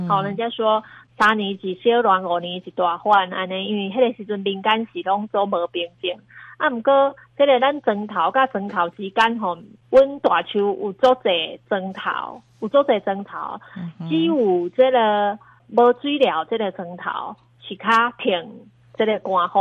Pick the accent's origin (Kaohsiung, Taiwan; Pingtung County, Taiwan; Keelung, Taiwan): Kaohsiung, Taiwan; 但是都是高雄人嘛，但毕竟高雄很大啊